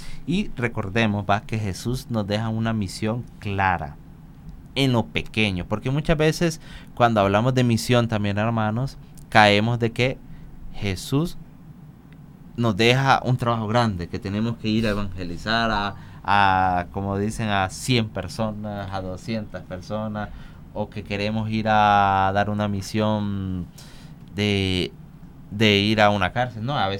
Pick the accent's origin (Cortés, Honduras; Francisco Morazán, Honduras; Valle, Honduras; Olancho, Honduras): Francisco Morazán, Honduras; Talanga; cerca de ahí, de mi pueblo, de mi mamá, de Talanga